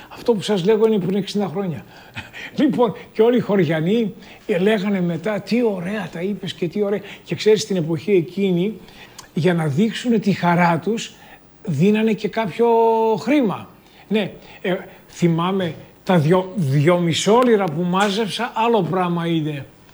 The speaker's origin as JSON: {"language": "Greek", "region": "Istanbul", "country": "Turkey", "tie": "born or raised there", "said": "στο χωριό μου, στο Μέγα Ρεύμα."}